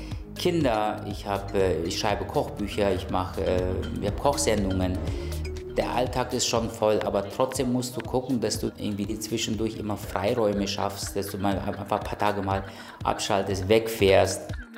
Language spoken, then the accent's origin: German; Eastern Anatolia, Turkey; now in Germany; Ja, ich bin im Dorf aufgewachsen, in Ostanatolien. Das Dorf besteht aus 6 Lehmhäusern.